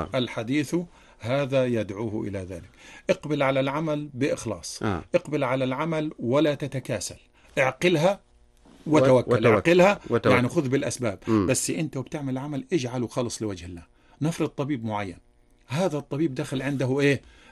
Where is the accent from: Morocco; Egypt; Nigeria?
Egypt; بلدنا مصر